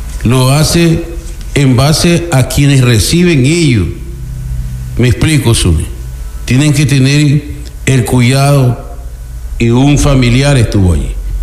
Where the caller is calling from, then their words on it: Santa Elena, Ecuador; aquí en la provincia de Santa Elena